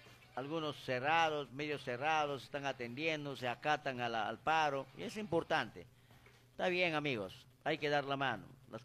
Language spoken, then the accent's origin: Spanish; Peru; yo soy peruano